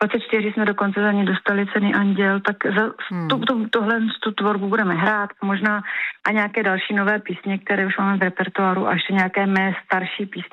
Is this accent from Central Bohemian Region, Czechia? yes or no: no; South Moravian Region, Czechia; moved away as an adult; also born or lived in Brno; now in Prague, Czech Republic; jsem z Jižní Moravy